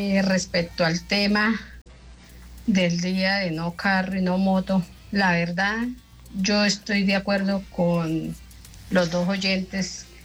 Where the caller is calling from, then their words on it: Colombia; yo vivo en Villabel